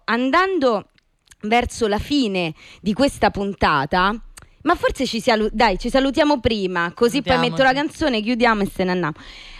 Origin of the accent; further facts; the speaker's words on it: Rome, Lazio, Italy; Perché io sono di Torrevecchia.